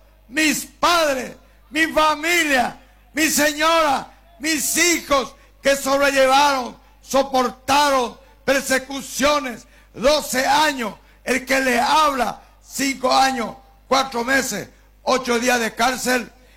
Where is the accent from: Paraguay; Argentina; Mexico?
Paraguay; Como cristiano, como paraguayo